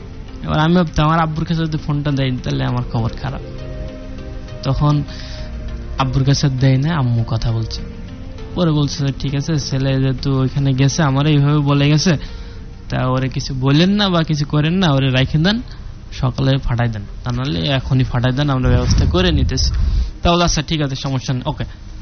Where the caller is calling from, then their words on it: Magura, Khulna Division, Bangladesh; আমার বাড়ি মাগুরা